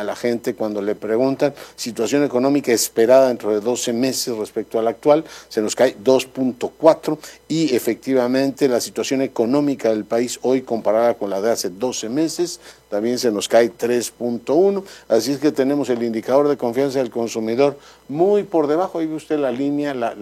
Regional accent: Mexico City, Mexico; Bueno, usted es guanajuatense, pero yo soy, capitalino.

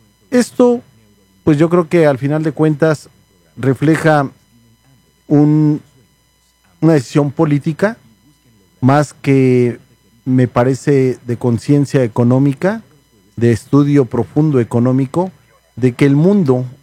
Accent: Mexico; sin duda lo digo, y no como mexicano.

